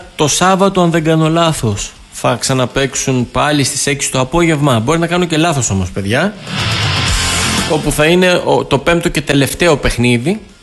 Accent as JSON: {"language": "Greek", "country": "Greece", "said": "σαν ένας φίλαθλος, σαν ένας Έλληνας"}